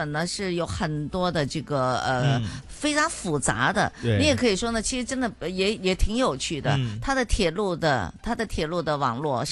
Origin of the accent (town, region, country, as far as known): Hong Kong